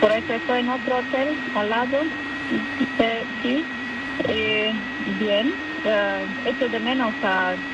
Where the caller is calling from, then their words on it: Villingen-Schwenningen, Baden-Württemberg, Germany; Al lado de Donaueschingen, en Villingen, Schwenningen.